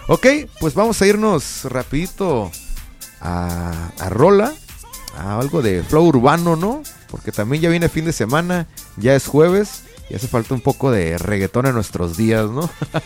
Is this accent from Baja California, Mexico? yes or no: yes; Ensenada, Baja California, Mexico; somos de aquí de Ensenada